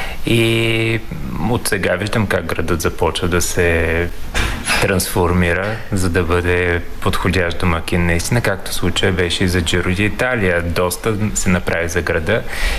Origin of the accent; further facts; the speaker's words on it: Yambol, Yambol Province, Bulgaria; moved away as an adult; now in Burgas, Bulgaria; По принцип съм от Ямбол, но се чувствам вече бургазлия, защото повече от 12 години живея там.